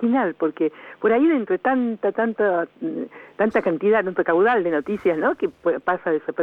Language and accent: Spanish; Chascomús, Buenos Aires Province, Argentina; born there; moved away; Así era Chascomús, o así es mi pueblo